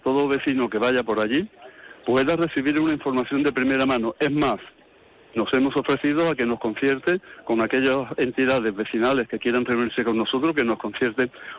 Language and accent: Spanish; Seville, Andalusia, Spain; born there; mi país es España, es que yo soy de aquí, nacido en Sevilla